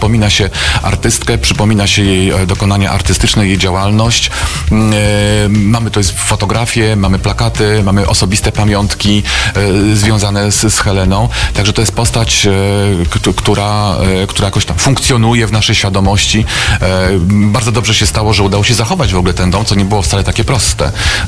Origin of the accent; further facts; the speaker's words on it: Lipno, Kuyavian-Pomeranian Voivodeship, Poland; Polinę Gri jest z Lipna, ja też jestem z Lipna.